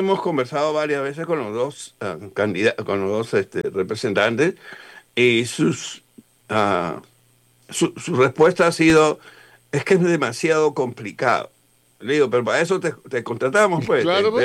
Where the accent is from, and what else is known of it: Peru; moved away